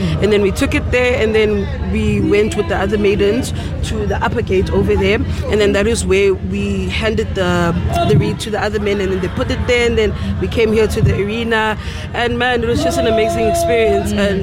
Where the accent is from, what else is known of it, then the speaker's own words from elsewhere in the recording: Durban, KwaZulu-Natal, South Africa; moved away; I'm originally from Durban. I came from Durban to here, so yeah, I'm a Durban girly.